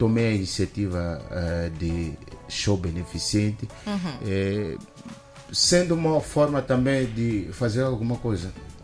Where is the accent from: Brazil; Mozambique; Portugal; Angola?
Mozambique; Eu sou moçambicano, sou original.